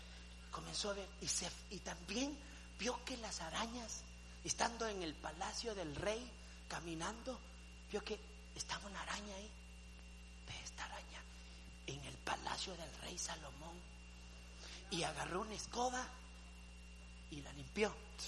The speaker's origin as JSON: {"language": "Spanish", "country": "El Salvador", "moved": "yes", "said": "Allá en El Salvador, los que venimos de Centroamérica, limpiamos."}